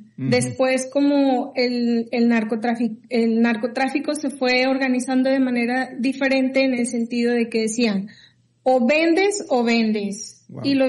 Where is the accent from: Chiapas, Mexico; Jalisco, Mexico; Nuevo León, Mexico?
Nuevo León, Mexico; San Nicolás de los Garza; Mi familia, pues crecimos en San Nicolás, okay. Después nos cambiamos por el Poniente